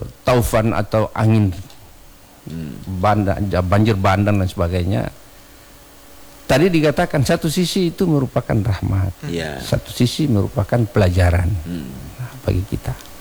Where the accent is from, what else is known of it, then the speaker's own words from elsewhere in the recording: Ternate, North Maluku, Indonesia; kita orang Ternate sebenarnya kaya sekali dengan orang punya budaya ini.